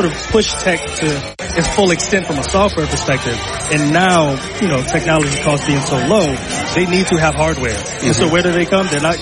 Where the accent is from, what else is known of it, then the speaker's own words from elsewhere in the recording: New Orleans, Louisiana, United States; I'm from New Orleans, Justin's from Lafayette, we're in Baton Rouge.